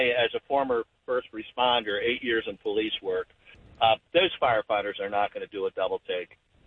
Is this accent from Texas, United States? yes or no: no; Montgomery County, Maryland, United States; moved away as an adult; now in Carroll County, United States; I grew up in Montgomery County and moved out of there in 1984 after graduating from college